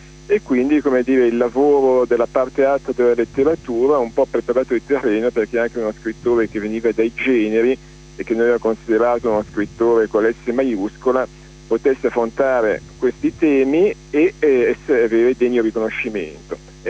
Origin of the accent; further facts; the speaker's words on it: Milan, Lombardy, Italy; io sono nato a Milano e sono cresciuto a Milano